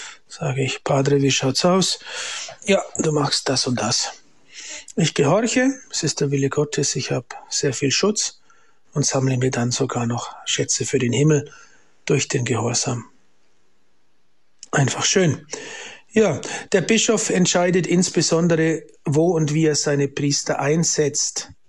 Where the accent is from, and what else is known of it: Germany; born or raised there